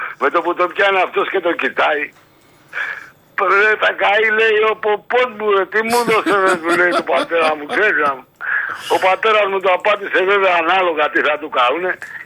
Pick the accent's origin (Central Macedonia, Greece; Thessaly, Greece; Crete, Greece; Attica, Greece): Attica, Greece; Piraeus; now in Aegina, Greece; γεννηθήκαμε στα Καμίνια, ήταν η γειτονιά λίγο περίεργη.